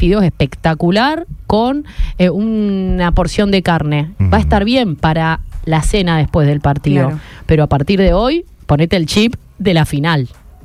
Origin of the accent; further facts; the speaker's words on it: Argentina; Pero siempre contemplando que somos argentinos, que nos gusta la comida, que nos gusta celebrar.